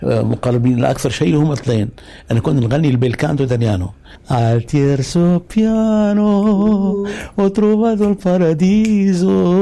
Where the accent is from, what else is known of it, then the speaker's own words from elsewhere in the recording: Tunisia; لا نقول له ما ننساش انا تونسي